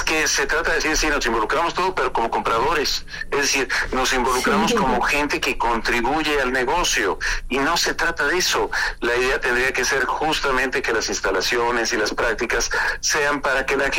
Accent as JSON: {"language": "Spanish", "country": "Mexico"}